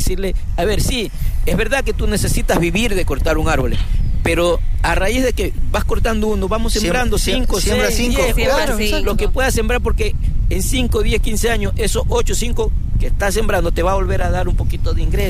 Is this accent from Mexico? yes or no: no; Ecuador; nosotros como ecuatorianos